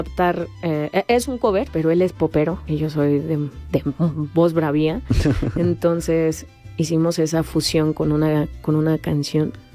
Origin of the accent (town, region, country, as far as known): Mexico